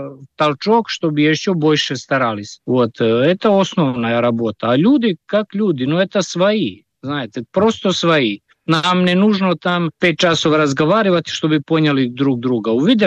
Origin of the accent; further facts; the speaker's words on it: Serbia; moved away as an adult; Ну как, я просто уехал из Сербии 2013 года, не хотелось больше жить там